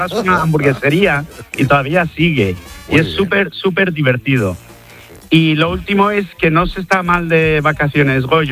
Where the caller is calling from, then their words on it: San Pedro Alcántara, Andalusia, Spain; de San Pedro Alcántara.